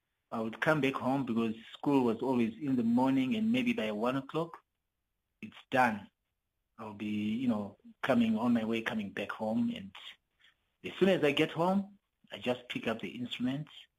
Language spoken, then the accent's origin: English; Bulawayo, Zimbabwe; And I grew up in Zimbabwe. I was born here in the southern part of Africa.